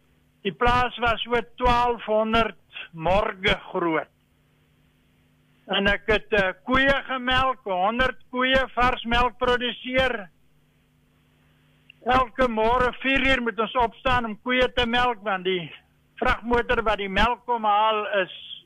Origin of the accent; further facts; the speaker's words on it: Port Elizabeth, Eastern Cape, South Africa; also born or lived in Worcester; Ek is maar hier in Port Elizabeth gebore en ek het hier op Patterson skool gegaan tot sonder 2.